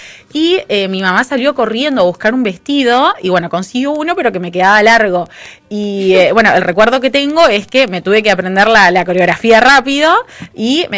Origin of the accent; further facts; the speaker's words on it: Argentina; no la pasamos bien como argentinos.